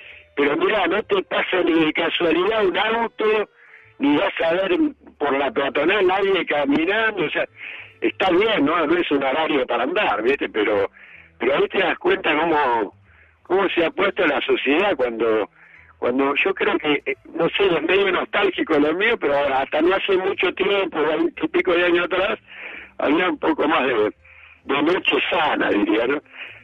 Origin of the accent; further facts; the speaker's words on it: Mar del Plata, Buenos Aires Province, Argentina; born there; Nací en Mar del Plata, he tenido la oportunidad de viajar